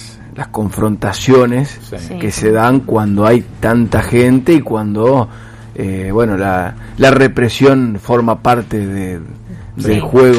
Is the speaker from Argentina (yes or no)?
yes; Argentina